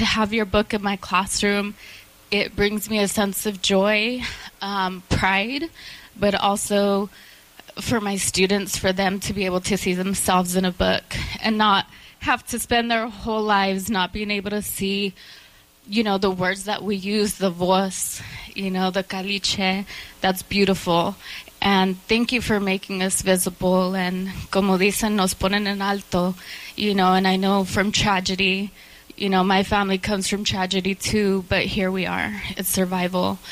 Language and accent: English; Fresno, California, United States; also born or lived in Los Angeles, United States; I was born in Los Angeles, raised here in Fresno. My whole life, I could say, soy salvadoreña. That's my roots.